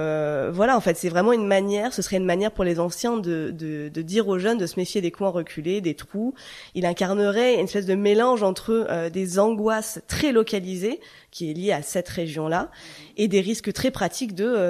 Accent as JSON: {"language": "French", "town": "Paris", "region": "Île-de-France", "country": "France", "accent": "Parisian", "said": "je parle de tout ça avec mon accent de parisienne"}